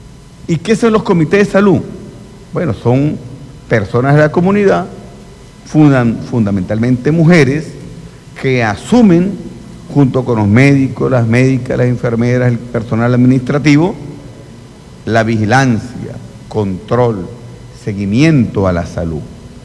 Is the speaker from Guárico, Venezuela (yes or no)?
no; San Cristóbal, Táchira, Venezuela; Yo me crié en Riberas del Torbes